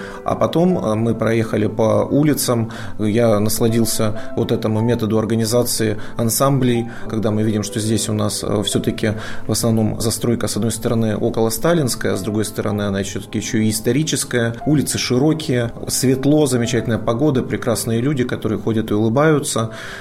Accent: Yekaterinburg, Sverdlovsk Oblast, Russia; now in Moscow, Russia; Я не москвич, да. Да, вы знаете, я родился и вырос в Екатеринбурге, тогда это был еще Свердловск.

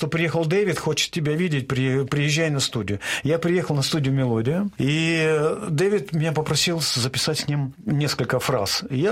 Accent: Russia; нас вообще там встречали на ура, потому что мы были из России.

